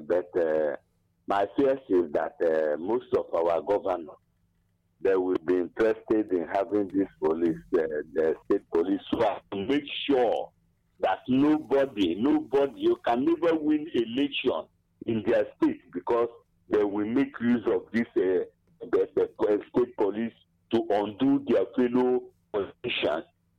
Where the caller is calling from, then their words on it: Agbani, Enugu State, Nigeria; I'm calling from Agbapani, Kenugu.